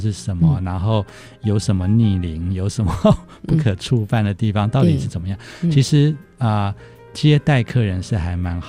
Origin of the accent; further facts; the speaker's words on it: Taipei, Taiwan; 我小时候住在中孝东路四段我们家在那边开笔箱店以前的中孝搜狗旁边有一家书店叫做金山图书文具